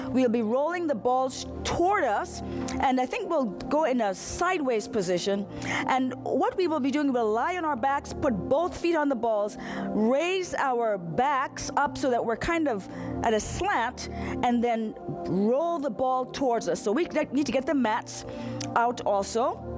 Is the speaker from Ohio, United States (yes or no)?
yes; Ohio, United States; I'm from Ohio. I'm a physician